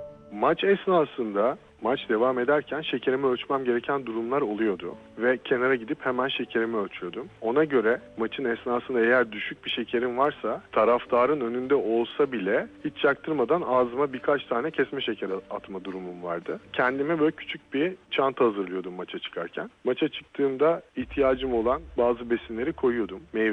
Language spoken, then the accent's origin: Turkish; Ankara, Turkey; born there; 1982 Ankara doğumluyum.